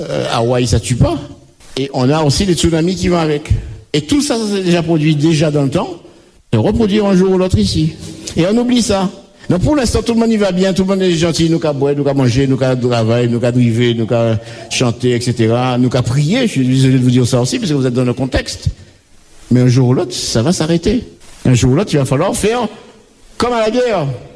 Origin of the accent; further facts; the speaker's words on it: Pointe-à-Pitre, Guadeloupe; born there; Moi, je suis né à Pointe-à-Pitre, en Sémoun-la-Pointe.